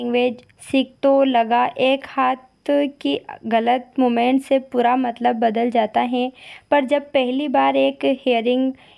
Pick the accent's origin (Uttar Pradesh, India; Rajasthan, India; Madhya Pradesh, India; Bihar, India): Rajasthan, India; Iklera; मैं इकलेरा की रहने वाली हूँ।